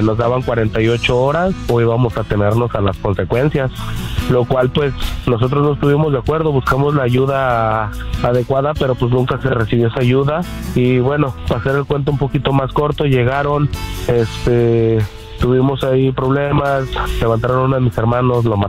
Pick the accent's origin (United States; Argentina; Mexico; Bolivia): Mexico; Michoacán; moved away as an adult; hace poquito más de 20 años, Terry, nosotros vivimos, somos de Michoacán, teníamos unas tierras ahí con aguacates, siembra, y pues tú sabes, hay uno para lo que uno hace para sobrevivir ahí en México.